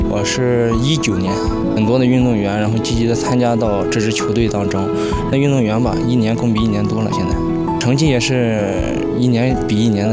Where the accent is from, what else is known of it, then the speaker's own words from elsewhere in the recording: Qingdao, Shandong, China; now in Inner Mongolia, China; 我是来自山东青岛的